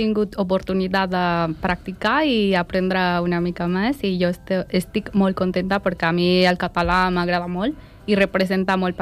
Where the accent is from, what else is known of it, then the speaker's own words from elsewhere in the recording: Mexico City, Mexico; Catalan is a second language; moved away as an adult; now in Catalonia, Spain; actualment estic cursant el nivell C1 de català i jo soc de Ciutat de Mèxic i ja porto vivint aquí a Catalunya 4 anys.